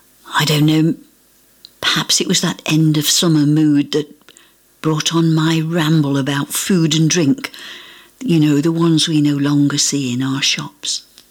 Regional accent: Foulridge, North West England, United Kingdom; also born or lived in Skipton; I was born in Skipton, my father's hometown. But as my father was away in India when I made my appearance in this world, my mum and I, well, we lived with her parents just over the Lancashire border in a little village called Foulridge.

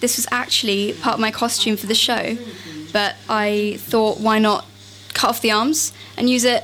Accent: Winchester, South East England, United Kingdom; Yes, I'm from Winchester.

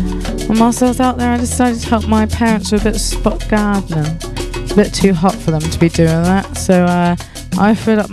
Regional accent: East of England, United Kingdom; accent: Norfolk; moved away; Yeah, that was a bit of just growing up there, that was.

